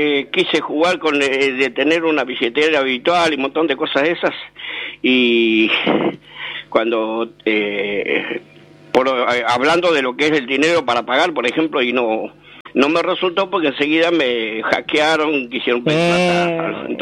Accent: Argentina

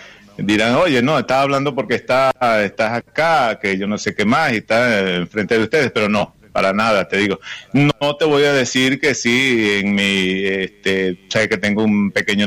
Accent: Venezuela; moved away as an adult; now in Argentina

